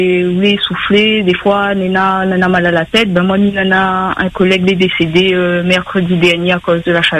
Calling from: Vénissieux, Auvergne-Rhône-Alpes, France

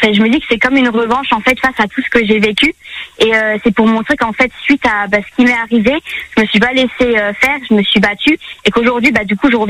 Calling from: Forbach, Grand Est, France; Je vous appelle de la Moselle, plus précisément de Forbach

